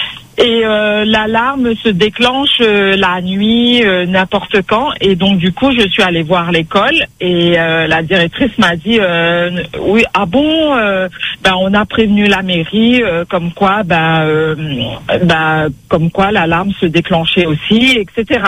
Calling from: Réunion; J'habite sur Florimont.

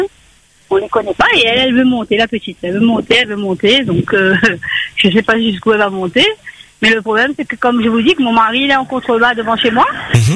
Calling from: Réunion; j'habite à La Confiance, moi.

